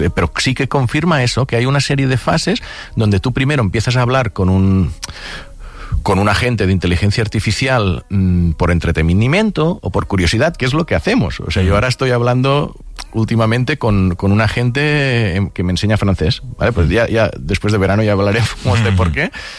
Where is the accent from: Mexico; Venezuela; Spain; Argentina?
Spain; Catalonia; pues algunas cosas, mira que soy del Delta del Ebre, allí mosquitos, sí, cuando dejan de fumigar